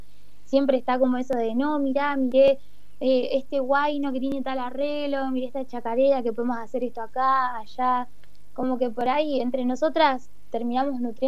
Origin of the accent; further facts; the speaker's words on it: Santa Rosa, La Pampa, Argentina; moved away as an adult; now in La Plata, Argentina; yo amo a mi querida Pampa, amo a Santa Rosa. Es todo para mí, siempre que vuelvo es un reencuentro con mi tierra, con mi hogar, mi casa, mi familia.